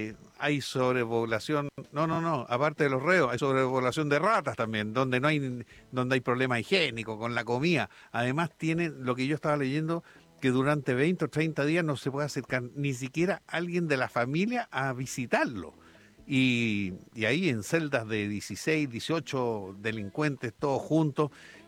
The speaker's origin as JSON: {"language": "Spanish", "country": "Chile", "said": "esto ha sido nuevamente una vergüenza para nosotros como chilenos"}